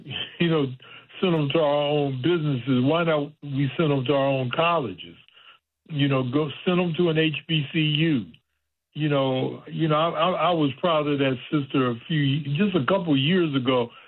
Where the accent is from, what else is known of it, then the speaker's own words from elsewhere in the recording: Ohio, United States; moved away; my home state of Ohio